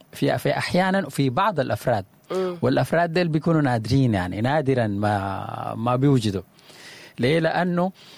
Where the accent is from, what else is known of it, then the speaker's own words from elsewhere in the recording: Sudan; نتكلم دائما في مواضيعنا السودانية كسودانيين